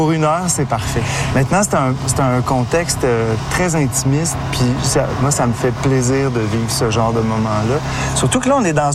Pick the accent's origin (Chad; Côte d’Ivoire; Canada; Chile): Canada; Chicoutimi, Quebec; Mais j'ai des souvenirs merveilleux, surtout de mon enfance, mon adolescence au Saguenay-Lac-Saint-Jean.